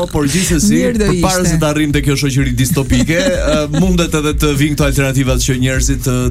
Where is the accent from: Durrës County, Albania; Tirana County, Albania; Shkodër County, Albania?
Tirana County, Albania; Tirana; unë si tiranas